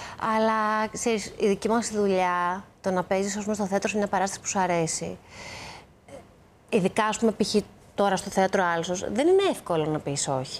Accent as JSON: {"language": "Greek", "town": "Athens", "region": "Attica", "country": "Greece", "tie": "born or raised there", "said": "Εγώ γεννήθηκα στην Αθήνα και μεγάλωσα στην Αθήνα."}